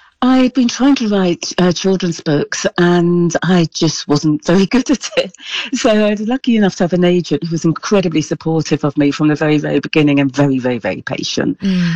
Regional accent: Brighton, South East England, United Kingdom; I grew up in Brighton in the 1970s. I was privately fostered

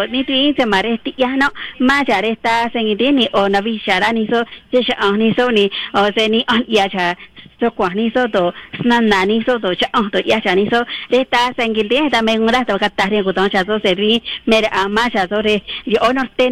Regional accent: San Juan Copala, Oaxaca, Mexico; now in Valle de San Quintín, Mexico; yo soy de San Juan Copán, la verdad, de hablan de la lengua triqui

